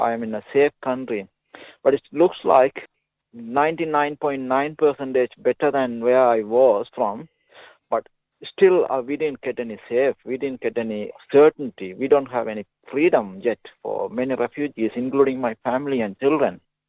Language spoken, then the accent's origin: English; Sri Lanka; English is a second language; moved away as an adult; now in Ballarat, Australia; a refugee from Sri Lanka. I come to this, lived in Ballarat, but I couldn't speak any English, so I couldn't write better.